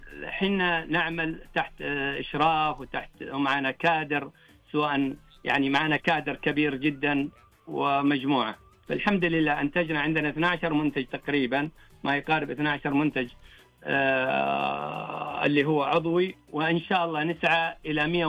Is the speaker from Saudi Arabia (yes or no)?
yes; Saudi Arabia; عندنا في المملكة العربية السعودية